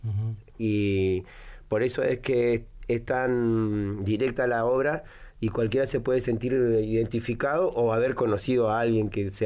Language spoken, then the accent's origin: Spanish; Río Gallegos, Santa Cruz, Argentina; De acá, de Río Gallegos. Nací.